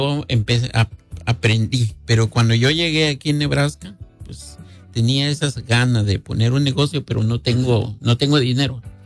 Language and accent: Spanish; Guatemala; now in United States; Yo vine de Guatemala en el año 2000.